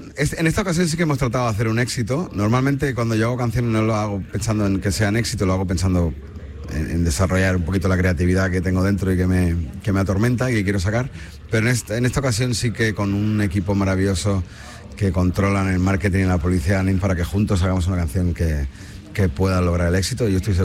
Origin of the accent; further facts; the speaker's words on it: Badalona, Catalonia, Spain; me entrevistaban en Badalona, que es mi casa, donde yo nací. Y yo le decía, es que yo me siento bien en todos lados de España, me siento en casa.